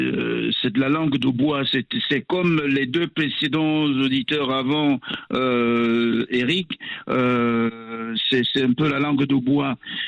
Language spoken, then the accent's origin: French; Cameroon; Nous sommes Camerounais et la manière dont les paroles sont prononcées ne prête pas à confusion.